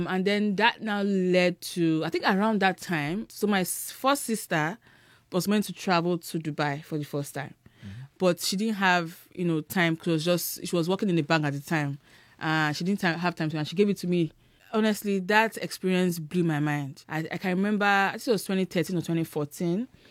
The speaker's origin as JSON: {"language": "English", "town": "Ibadan", "region": "Oyo", "country": "Nigeria", "tie": "born or raised there", "said": "I grew up in Ibadan."}